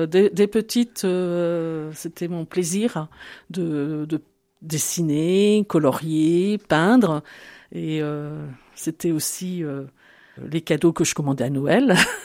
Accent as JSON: {"language": "French", "town": "Paris", "region": "Île-de-France", "country": "France", "tie": "born or raised there", "moved": "as an adult", "lives_now": "Loir-et-Cher, France", "said": "je suis parisienne par ma mère. Je suis née à Paris. J'ai fait ma scolarité à Paris"}